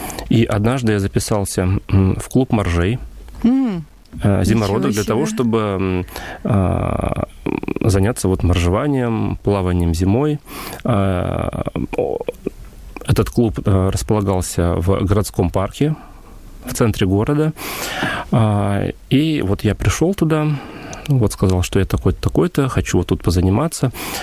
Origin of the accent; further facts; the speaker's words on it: Yuzhno-Sakhalinsk, Sakhalin Oblast, Russia; moved away; Я родился на острове Сахалин, Дальний Восток, в городе Южно-Сахалинске, 50 лет назад. Поэтому у меня абсолютно такое же советское прошлое, как у большинства наших людей моего возраста, скажем так.